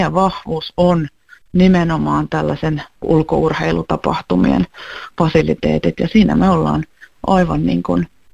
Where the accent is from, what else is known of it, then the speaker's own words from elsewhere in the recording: Lahti, Päijät-Häme, Finland; Onhan se upeeta lahtelaisena